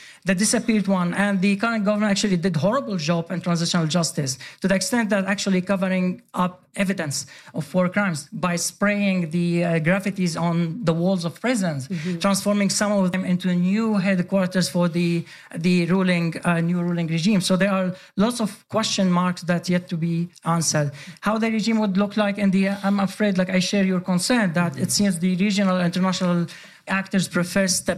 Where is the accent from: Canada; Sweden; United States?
Sweden; No, very appreciated because I grew up in Sweden.